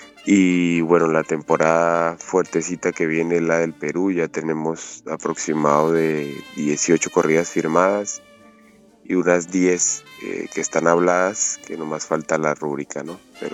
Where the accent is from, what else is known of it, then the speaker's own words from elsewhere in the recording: Cali, Valle del Cauca, Colombia; born there; yo soy nacido en Cali